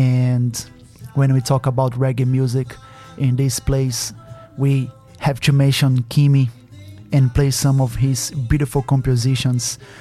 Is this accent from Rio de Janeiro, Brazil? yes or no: no; Salvador, Bahia, Brazil; English is a second language; now in Australia; And I have the privilege to watch them live several times as I'm from Salvador.